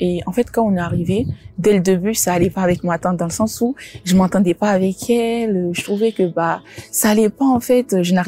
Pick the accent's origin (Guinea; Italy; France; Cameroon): Guinea; born there; Je suis d'origine guinéenne, je viens d'une famille musulmane très très pratiquante. Je suis née en Guinée.